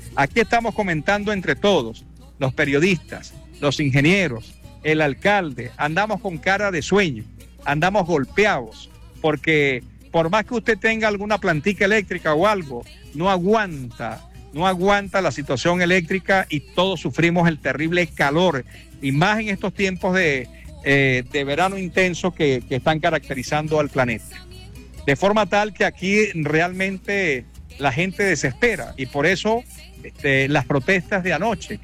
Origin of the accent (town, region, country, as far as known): Venezuela